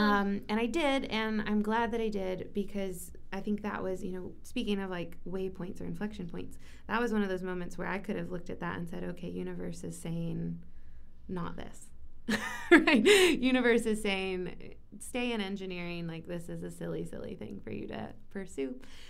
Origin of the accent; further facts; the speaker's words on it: Chattanooga, Tennessee, United States; moved away as an adult; also born or lived in Tri-Cities area (Bristol); I grew up in Chattanooga, and I moved back there now about 3.5 years ago, and I'm glad to call it home again. My family is still there, my parents and my sister